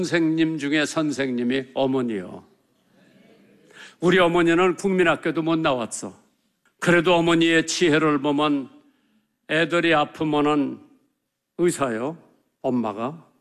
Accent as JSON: {"language": "Korean", "country": "South Korea", "also_born_or_lived": "United States"}